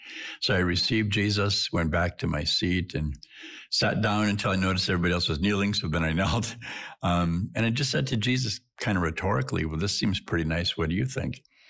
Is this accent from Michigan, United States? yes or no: no; Duluth, Minnesota, United States; including the bishop of my hometown, the Bishop of Duluth.